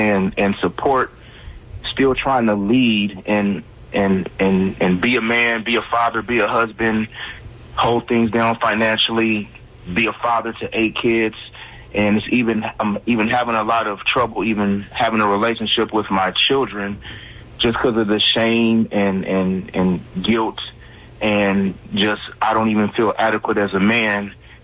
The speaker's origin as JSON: {"language": "English", "region": "California", "country": "United States", "said": "Yeah, I was diagnosed. I'm from California."}